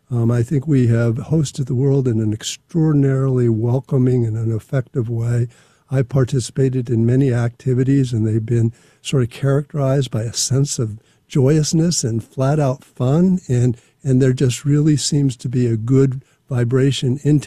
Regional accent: California, United States; moved away as an adult; now in Kansas City, United States; I came from Southern California, which is where I grew up and went to school out there.

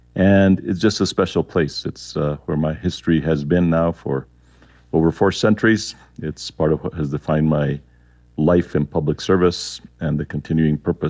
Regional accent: Colorado, United States; I am from one of those older families. I am Mexican American, and I am proud of it.

